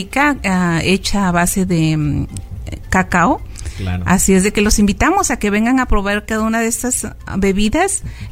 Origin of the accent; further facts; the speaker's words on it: Oaxaca, Mexico; born there; moved away; tanto en Oaxaca, yo de niña iba a la Guelaguetza